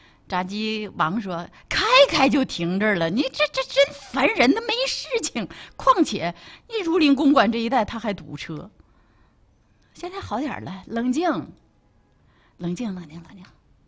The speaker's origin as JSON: {"language": "Chinese", "region": "Northeast China", "country": "China", "said": "包括咱们东北话有很多都是这样的"}